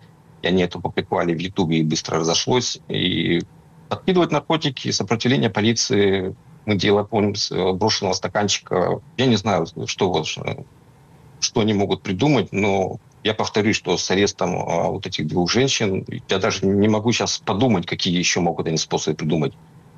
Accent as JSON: {"language": "Russian", "region": "Murmansk Oblast", "country": "Russia"}